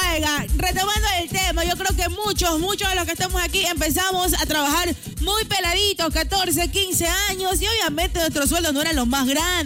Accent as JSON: {"language": "Spanish", "country": "Ecuador", "said": "seguimos aquí como buen ecuatoriano"}